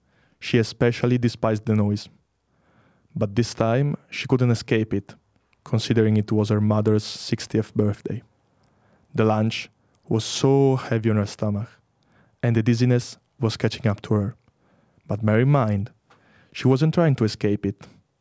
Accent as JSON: {"language": "English", "country": "Italy", "moved": "yes", "said": "I come from Italy"}